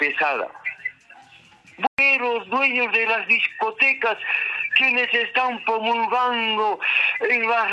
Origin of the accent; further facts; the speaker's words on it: Cusco, Peru; soy un cusqueño buen coscoruna que tengo que defender pues a mi Cusco